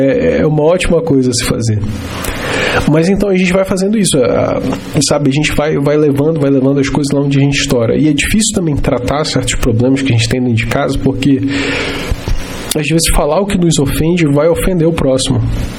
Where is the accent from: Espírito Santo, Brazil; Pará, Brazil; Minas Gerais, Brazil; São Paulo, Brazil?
Pará, Brazil; Belém; also born or lived in Macapá, Amapá; now in Videira, Brazil; E eu sou nascido e criado na região norte do país. Eu sou nascido em Macapá, fui criado em Belém do Pará.